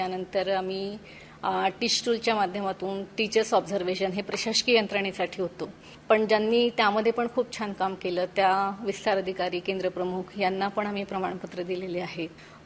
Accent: Nagpur, Maharashtra, India; मी मुळात नागपूरची आहे

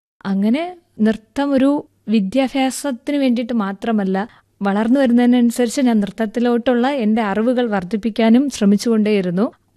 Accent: Kerala, India; അപ്പം ഞാൻ മാത്രമേ മലയാളിയുള്ളൂ.

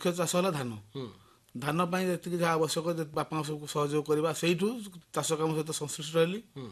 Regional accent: Kadalibadi, Odisha, India; ଆମ ଘର ହେଉଛି ବାଙ୍କୀ ବ୍ଲକ କଦଳୀବାଡ଼ି ପଞ୍ଚାୟତ କଦଳୀବାଡ଼ି ଗ୍ରାମରେ।

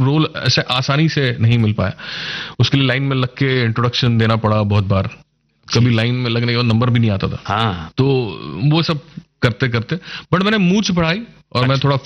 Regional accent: Maharashtra, India; first language Marathi; Hindi is a second language; मराठी मेरी mother tongue है

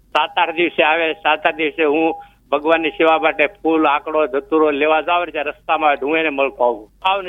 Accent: Gujarat, India; moved away as an adult; now in Surat, India; સૌરાષ્ટ્ર ભાવનગર ની બાજુમાં મવા તાલુકાના વતની છીએ અને સુરત કતારગામ વિસ્તારમાં રહીએ છીએ.

